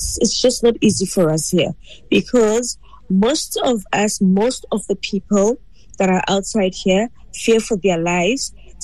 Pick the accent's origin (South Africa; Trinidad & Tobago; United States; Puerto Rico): South Africa; See, I grew up here in South Africa. My grandmother was a teacher here in South Africa, and I stayed with her. So I grew up here in South Africa. I didn't grow up in Ghana